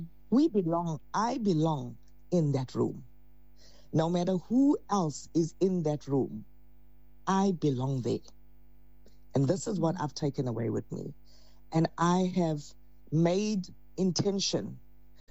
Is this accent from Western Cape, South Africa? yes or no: no; Pietermaritzburg, KwaZulu-Natal, South Africa; born there